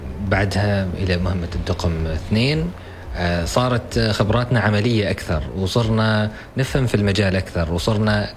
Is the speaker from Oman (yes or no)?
yes; Oman